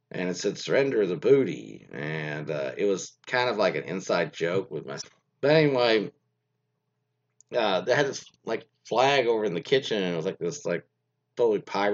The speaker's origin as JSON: {"language": "English", "country": "Spain", "said": "from España, like in Spain."}